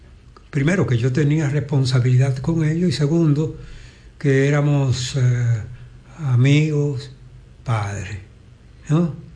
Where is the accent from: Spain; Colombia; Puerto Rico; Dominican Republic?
Dominican Republic; Soy dominicano.